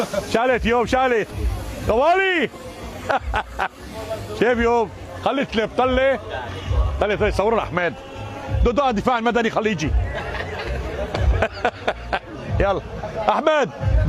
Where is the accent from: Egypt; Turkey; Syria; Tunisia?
Syria; Aleppo, Aleppo Governorate; moved away; صلي 14 سنة برات حلب، وأنا من حلب وبموت بتراب حلب وبموت بقلعة حلب